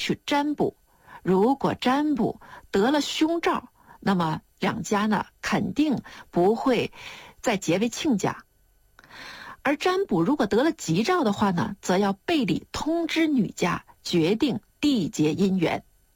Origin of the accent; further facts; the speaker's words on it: China; 我们中国人是以夫妇为人伦之首的。